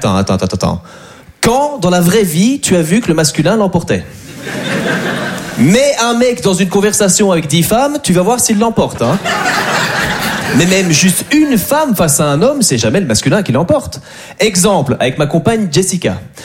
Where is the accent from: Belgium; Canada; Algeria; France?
Belgium; Moi, j'adore les Français, même si je suis belge.